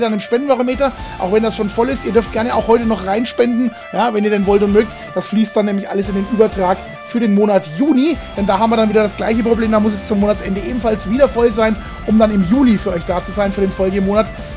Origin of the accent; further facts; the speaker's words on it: Bavaria, Germany; dreiviertel sechs, wie man bei uns in Franken sagt